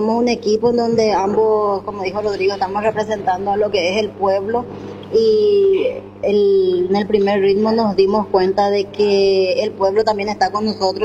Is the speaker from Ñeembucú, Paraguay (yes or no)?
no; Yataity del Guairá, Guairá, Paraguay; Yo soy de Yataití del Guairá, guaireña.